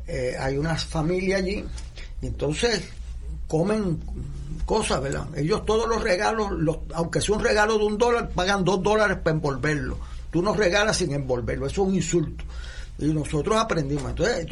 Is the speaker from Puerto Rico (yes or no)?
yes; Puerto Rico; soy puertorriqueño